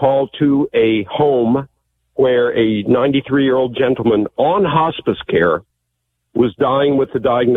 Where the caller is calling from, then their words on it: San Antonio, Texas, United States; San Antonio, Texas, hospice nurse, in-home hospice care.